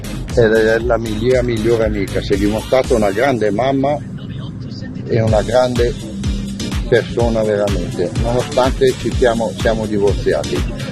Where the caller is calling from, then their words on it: Como, Lombardy, Italy